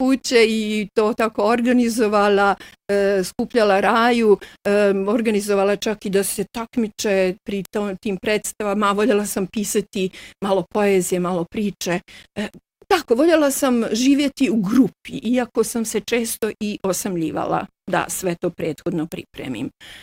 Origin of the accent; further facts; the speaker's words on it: Živinice, Federation of Bosnia and Herzegovina, Bosnia & Herzegovina; born there; also born or lived in Tuzla; Naime, ja sam rođena u Živinicama, a znam da tu i tamo poneko napiše Tuzla, jer sam ja živjela puno godina u Tuzli, da.